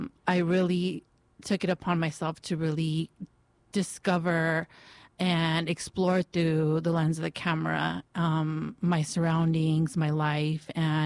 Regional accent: Oxnard, California, United States; my identity as a brown girl growing up in Oxnard

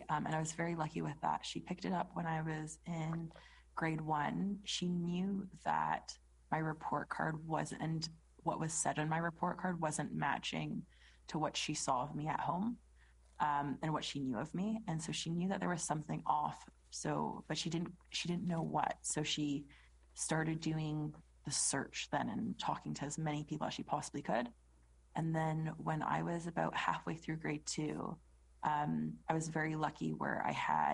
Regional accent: Edmonton, Alberta, Canada; moved away as an adult; now in United Kingdom; No, I was born in Edmonton, Alberta, in Canada. Like a small city. I think when I left, when I was 18, it just reached 1 million people.

